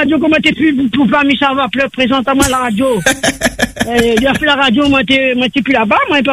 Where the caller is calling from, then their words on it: Nérac, Nouvelle-Aquitaine, France; De la métropole à Nérac.